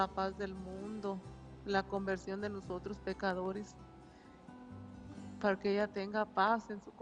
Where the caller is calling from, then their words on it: Jacona, Michoacán, Mexico; hablo de Jacona, Michoacán.